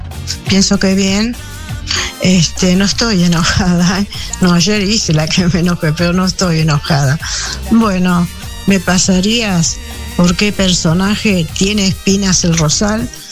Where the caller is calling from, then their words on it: San Manuel, Buenos Aires, Argentina; aquí de San Manuel.